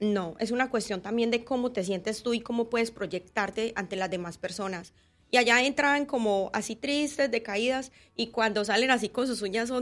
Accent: Medellín, Antioquia, Colombia; moved away as an adult; now in Panama; yo soy de Medellín, Colombia, ¿sí? Y tengo acá más o menos 19 años, voy a cumplir acá en Panamá.

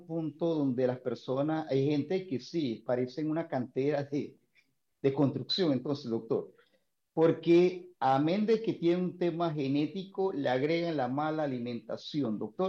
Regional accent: Panama; usted sabe cómo somos los panameños

